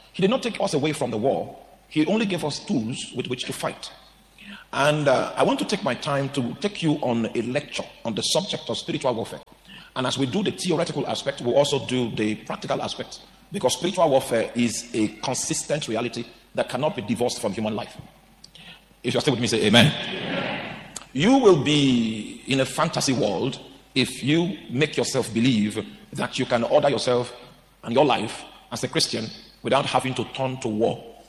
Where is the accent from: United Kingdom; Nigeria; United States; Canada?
Nigeria